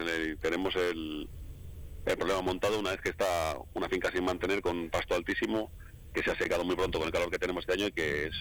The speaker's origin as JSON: {"language": "Spanish", "area": "Segovia", "region": "Castile and León", "country": "Spain", "tie": "born there", "said": "En mi pueblo aquí en Segovia"}